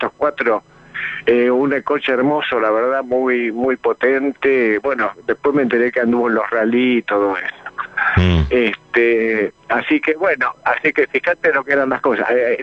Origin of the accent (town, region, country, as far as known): Almagro, Buenos Aires, Argentina